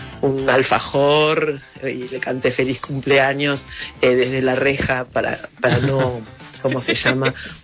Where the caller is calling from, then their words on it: Olivos, Buenos Aires Province, Argentina; de Olivos.